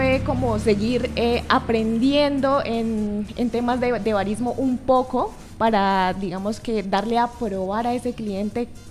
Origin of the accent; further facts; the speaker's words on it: Popayán, Cauca, Colombia; Yo soy de acá de Popayán. Nuestras familias siempre han sido productoras de café